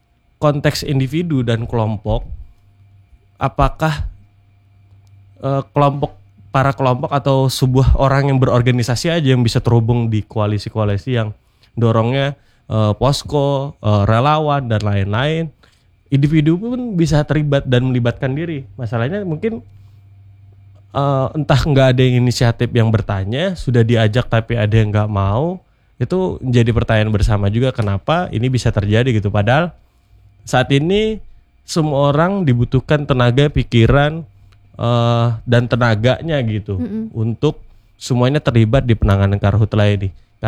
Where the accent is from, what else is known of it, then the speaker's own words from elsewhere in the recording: Amuntai, South Kalimantan, Indonesia; born there; Kayak contohnya di tempat kelahiran saya di Amuntai, karhutlah besar-besaran di masa itu menyebabkan Amuntai itu terkungkung asap.